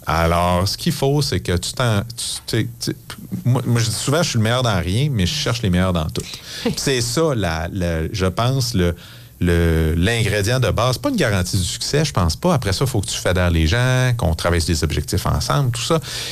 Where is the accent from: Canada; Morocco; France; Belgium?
Canada; born there; first language French; Moi, je suis né au Canada, blanc, francophone, un père médecin